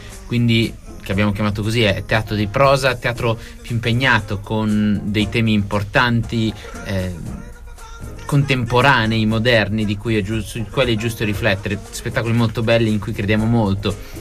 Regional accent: Milan, Lombardy, Italy; E infine, e io lo dico da milanese, un teatro paraldialaz, spero di averlo detto

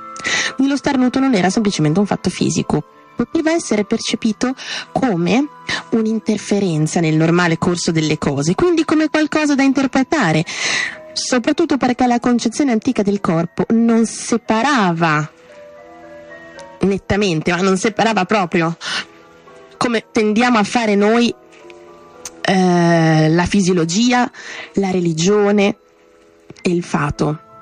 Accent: Bologna, Emilia-Romagna, Italy; almeno a Bologna, essendo io bolognese, sono abituata a dire anche bandessa

